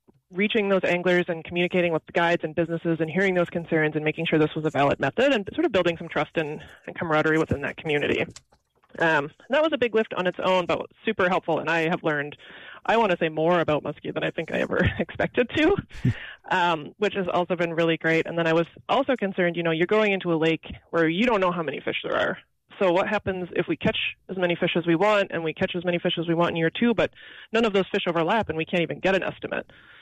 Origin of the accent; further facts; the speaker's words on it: Ontario, Canada; I'm actually Canadian.